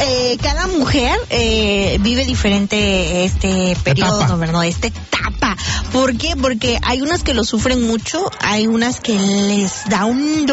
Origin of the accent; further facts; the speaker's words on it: Capulalpan, Oaxaca, Mexico; En el pueblo también pasaba, y te he contado que tenemos una tiendita así de chiquita, ahí en Capulalpan, y luego llegaban los muchachos, ¿no?